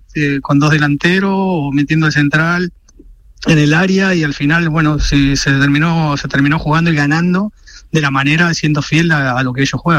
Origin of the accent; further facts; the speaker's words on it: Argentina; como argentinos a nosotros nos ilusiona muchísimo.